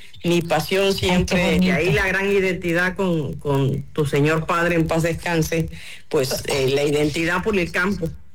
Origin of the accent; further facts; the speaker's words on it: Balancán, Tabasco, Mexico; Híjole, pues mira, decirte que soy de Balancán.